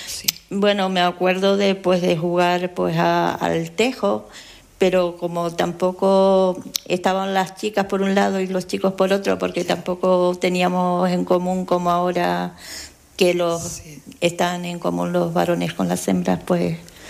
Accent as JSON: {"language": "Spanish", "town": "Valverde", "region": "Canary Islands", "country": "Spain", "tie": "born or raised there", "moved": "as an adult", "lives_now": "Tenerife, Spain", "said": "Yo soy de Los Jarales, aunque es municipio de Valverde."}